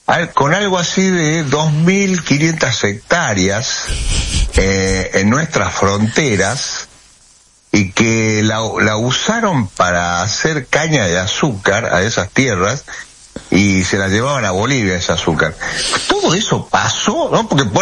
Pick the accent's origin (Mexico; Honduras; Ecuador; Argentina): Argentina; Salta; si nosotros acá en Salta, yo que soy de Salta, en Salta